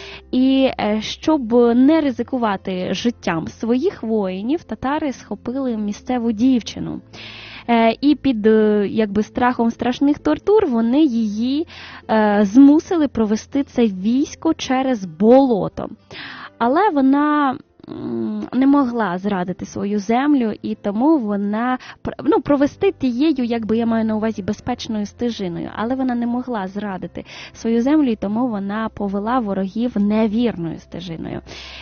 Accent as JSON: {"language": "Ukrainian", "town": "Smila", "region": "Cherkasy Oblast", "country": "Ukraine", "tie": "born or raised there", "said": "Я не київлянка. З дитинства я народилася в Черкаській області, місто Сміла."}